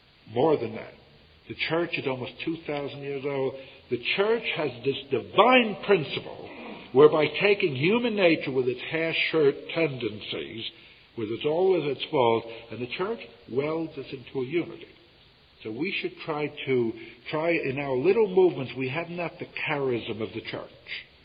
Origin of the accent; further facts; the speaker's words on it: United States; I come from America where we got Texas.